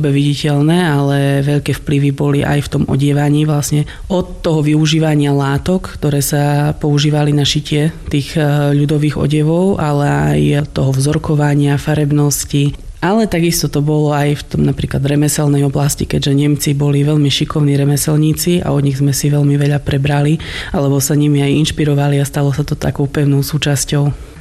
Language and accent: Slovak; Spiš, Slovakia; u nás na Spiši